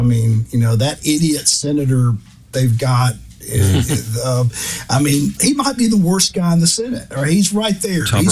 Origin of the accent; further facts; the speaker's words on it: Alabama, United States; You know, for starters, you know, my home state, it's obviously, there's a lot of bad things you can say about Alabama